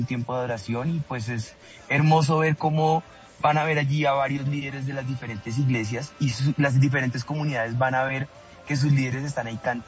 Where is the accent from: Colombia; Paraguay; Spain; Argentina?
Colombia; el impacto que esto podrá traer para nosotros como colombianos.